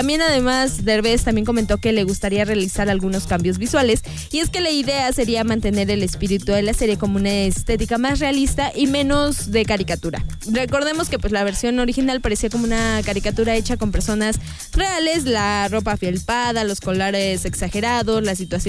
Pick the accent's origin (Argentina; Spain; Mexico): Mexico